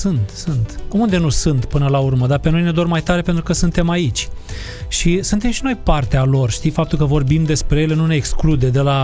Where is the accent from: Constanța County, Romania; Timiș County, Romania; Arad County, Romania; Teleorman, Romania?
Constanța County, Romania; Constanța